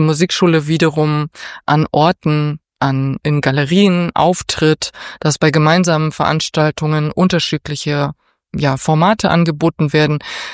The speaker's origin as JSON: {"language": "German", "region": "Berlin", "country": "Germany", "tie": "born or raised there", "said": "ich bin in Berlin-Mitte aufgewachsen und zwar im Ostteil der Stadt."}